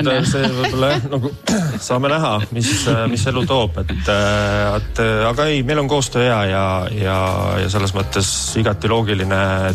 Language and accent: Estonian; Toila, Ida-Viru County, Estonia; moved away as an adult; now in Pärnu, Estonia